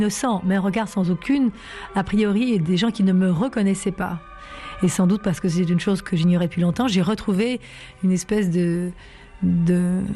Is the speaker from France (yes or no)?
yes; Paris, Île-de-France, France; je suis française